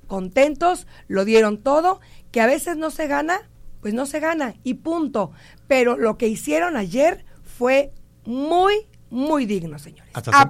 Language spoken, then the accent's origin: Spanish; Mexico; Si ve, somos mexicanos, sacamos la casa.